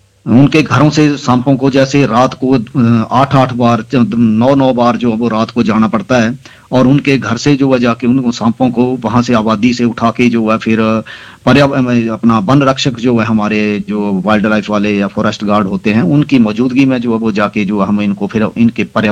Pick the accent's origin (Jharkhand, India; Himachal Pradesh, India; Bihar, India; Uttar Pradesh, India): Himachal Pradesh, India; Kangra district; मैं जिला कांगड़ा, अपना तहसील जसीमपुर, आनपुर गांव से हूँ